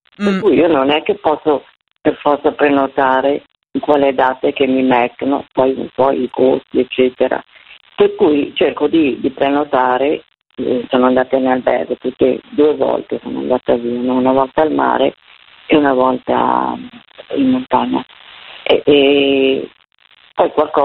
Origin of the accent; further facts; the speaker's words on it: Milan, Lombardy, Italy; Sono di Milano, okay. Io ho 75 anni, sono abbastanza fortunata